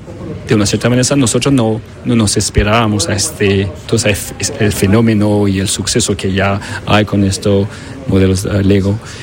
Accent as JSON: {"language": "Spanish", "country": "France", "tie": "born or raised there", "also_born_or_lived": "Chile", "said": "Bueno, yo nací en Chile, crecí en Francia"}